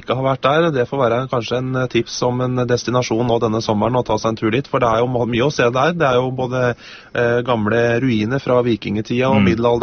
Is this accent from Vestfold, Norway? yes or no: yes; Nøtterøy, Vestfold, Norway; moved away; Men så jo ferie I seg selv å komme ned til hjemstedet mitt, da, til Nøtterøy